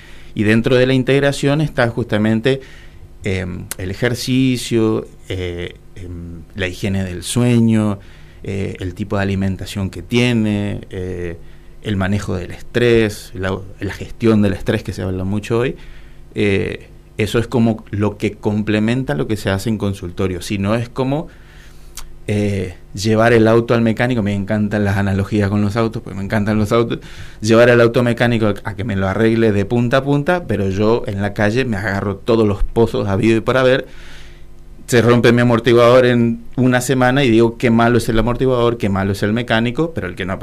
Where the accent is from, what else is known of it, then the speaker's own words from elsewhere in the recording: Corrientes, Argentina; No, de donde yo vengo, pues yo soy del interior de Corrientes, había taekwondo